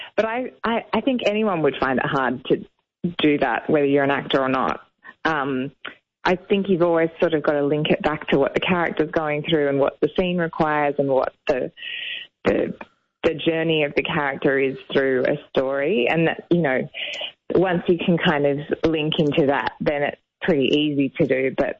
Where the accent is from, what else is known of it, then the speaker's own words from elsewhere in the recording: Sydney, New South Wales, Australia; also born or lived in Paris, France / Switzerland; I grew up on the North Shore in Sydney